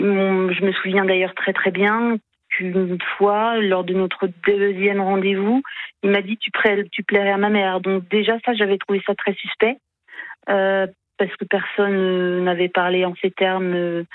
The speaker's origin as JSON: {"language": "French", "region": "Brittany", "country": "France", "tie": "born there", "said": "Alors moi, je suis née en Bretagne, mais je vis, comme beaucoup de Bretons, en région parisienne."}